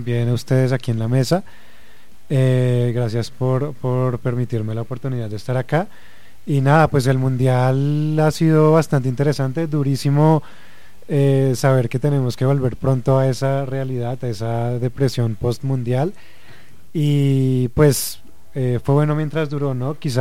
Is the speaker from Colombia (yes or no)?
yes; Colombia; nosotros como colombianos